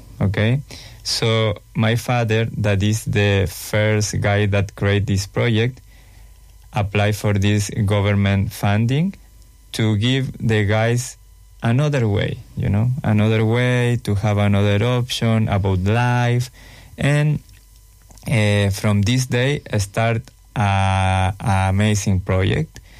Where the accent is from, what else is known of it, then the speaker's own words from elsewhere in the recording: Chile; English is a second language; moved away as an adult; also born or lived in Germany; now in Melbourne, Australia; that's okay. I am from Chile. And I left Chile around 8 years. So I went for first time to Germany to live there around 4.5 years.